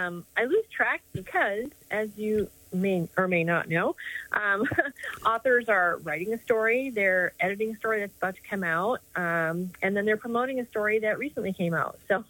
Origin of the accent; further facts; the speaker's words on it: Minneapolis, Minnesota, United States; I grew up in Minneapolis, in the hood of Minneapolis